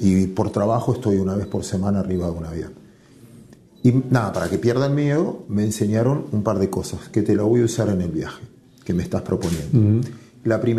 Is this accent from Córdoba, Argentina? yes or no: no; Mar del Plata, Buenos Aires Province, Argentina; Yo soy de Mar del Plata